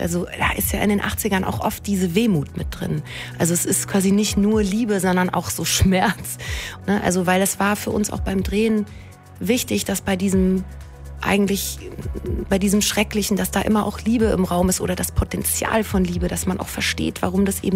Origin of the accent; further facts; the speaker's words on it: Bavaria, Germany; accent: Upper Bavarian; Es könnte sein, dass mal der ein oder andere fränkische Satz rausrutscht oder mein Oberbayerisch, was ich quasi aus meiner Kindheit noch kann.